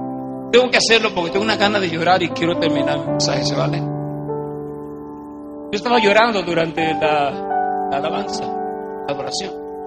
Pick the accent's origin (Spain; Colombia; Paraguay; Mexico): Mexico